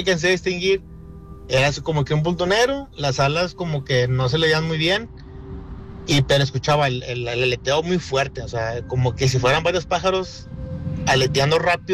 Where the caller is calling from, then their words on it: Guadalupe, Nuevo León, Mexico; yo vivo en Guadalupe.